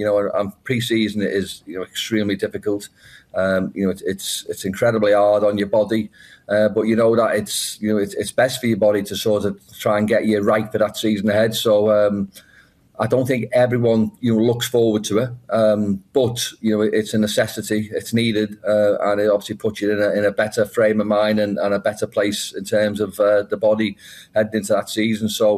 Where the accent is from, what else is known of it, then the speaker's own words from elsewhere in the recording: Liverpool, North West England, United Kingdom; I'm from Liverpool, home of ….